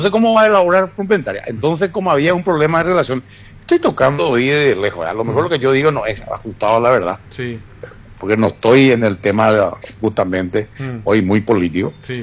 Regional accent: Paraguay; como ciudadano paraguayo? Como abuelo y como padre.

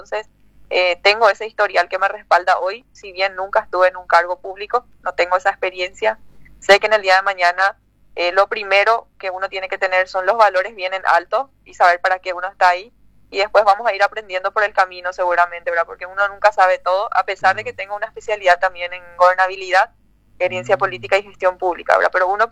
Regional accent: Hernandarias, Alto Paraná, Paraguay; soy de Hernandarias, tengo 33 años

